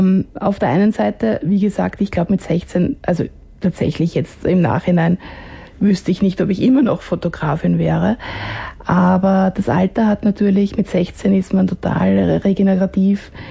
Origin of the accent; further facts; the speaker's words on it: Vienna, Austria; born there; Ich bin aus Wien.